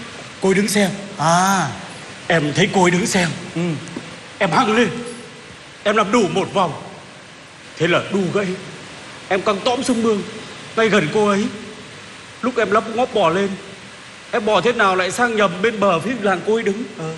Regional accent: Thủy Nguyên, Haiphong, Vietnam; Dạ, Thủy Nguyên ạ.

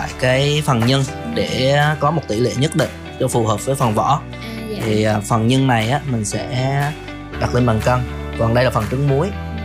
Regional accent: Buon Ma Thuot, Dak Lak, Vietnam

